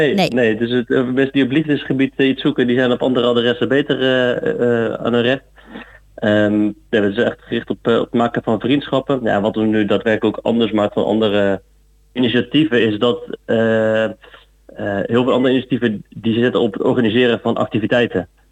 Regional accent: Goes, Zeeland, Netherlands; moved away as an adult; also born or lived in Leiden; Ik kom uit Zeeland, uit Goes. En ik heb 10 jaar in Leiden gewoond. Uiteindelijk zijn we 6 jaar geleden ben ik samen met mijn vrouw en kinderen terugverhuisd naar mijn geboortestad in Goes.

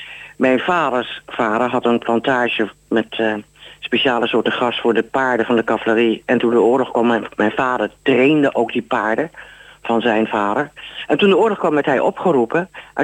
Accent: Netherlands; Meneer, ik ben Nederlander.

